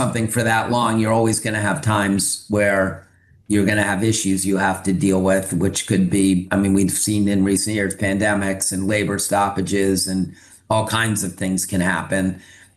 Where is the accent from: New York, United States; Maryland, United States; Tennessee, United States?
Maryland, United States; and I grew up in Maryland, so I love the Orioles.